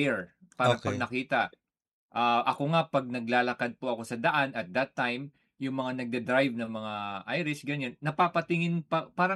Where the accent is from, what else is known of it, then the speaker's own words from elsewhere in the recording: Jolo, Bangsamoro, Philippines; also born or lived in Quezon City; now in Ireland; Muslims. So, I'm originally from Jolo, Sulu. Mm-hmm. I was born in Quezon City, but I was brought up in Jolo, Sulu.